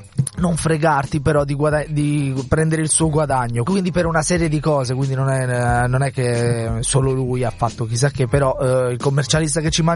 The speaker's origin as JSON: {"language": "Italian", "town": "Bologna", "region": "Emilia-Romagna", "country": "Italy", "tie": "born or raised there", "moved": "as an adult", "lives_now": "Australia", "said": "io vengo da Bologna, io sono nato e cresciuto a Bologna e ho origini di Corbara, un paesino in provincia di Salerno, e adesso sono qui in Australia"}